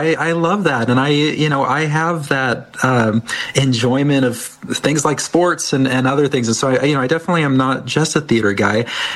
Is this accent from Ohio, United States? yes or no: no; Omaha, Nebraska, United States; I grew up in Omaha, Nebraska.